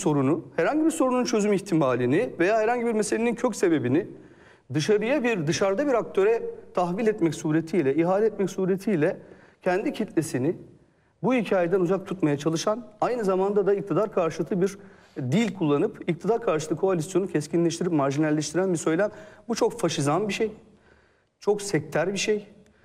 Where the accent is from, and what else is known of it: Malatya, Turkey; born there